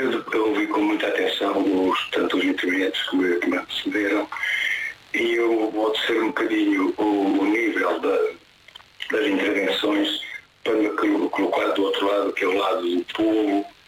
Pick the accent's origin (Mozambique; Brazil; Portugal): Portugal; Norte; moved away; Eu sou transmontano e dói-me muito, passar por lá, muitas vezes pela minha aldeia